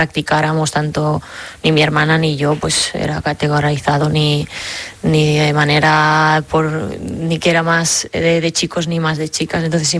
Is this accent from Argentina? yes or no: no; Mollet del Vallès, Catalonia, Spain; Me hicieron una en la radio de Mollet, de mi pueblo, cuando empezaba justamente a jugar en el Sabadell.